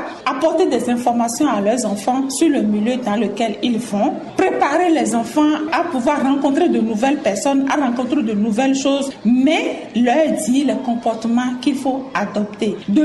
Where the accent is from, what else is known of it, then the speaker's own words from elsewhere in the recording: Benin; en tant qu'Africain, en tant que Béninois